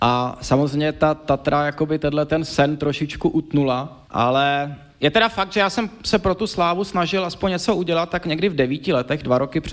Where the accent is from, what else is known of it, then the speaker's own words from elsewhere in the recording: Prague, Czechia; to se mi povedlo v 11 letech, kdy jsem přecházel u nás v Praze u fotbalového stadionu Sparty tu velkou hlavní silnici